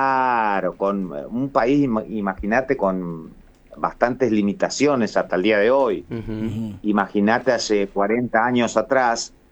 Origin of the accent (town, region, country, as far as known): Argentina